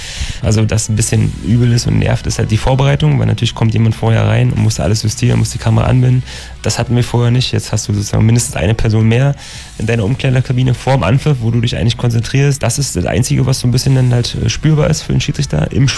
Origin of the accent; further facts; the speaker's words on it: Berlin, Germany; Aber ich kann es auch als Berliner sagen, ist mir scheißegal.